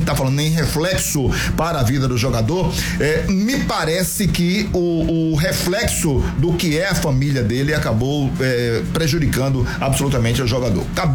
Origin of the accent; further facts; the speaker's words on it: Northeast Region, Brazil; nós somos aqui do Nordeste